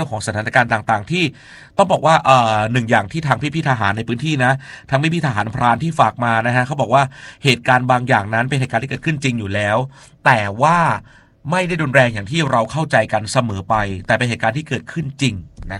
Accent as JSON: {"language": "Thai", "region": "Songkhla", "country": "Thailand", "said": "คนใต้ครับเป็นคนสงขลาครับ"}